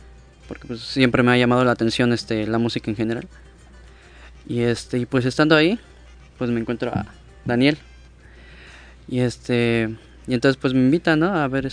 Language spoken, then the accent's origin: Spanish; Mexico City, Mexico; Bueno, pues yo siempre he sido de la ciudad, soy chilango.